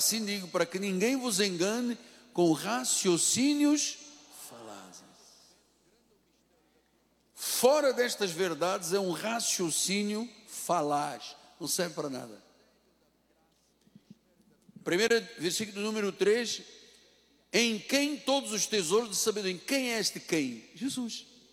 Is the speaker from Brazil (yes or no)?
no; Angola; na minha língua, da minha terra, Angola, Quimbundo.